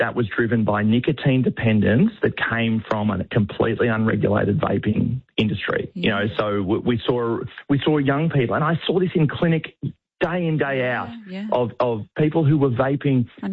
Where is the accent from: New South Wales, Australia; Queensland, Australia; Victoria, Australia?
New South Wales, Australia; I'm from New South Wales